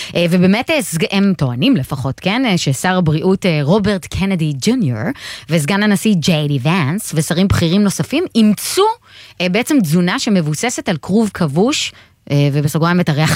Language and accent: Hebrew; Romania; מאמי, אני רומניה, אוקיי?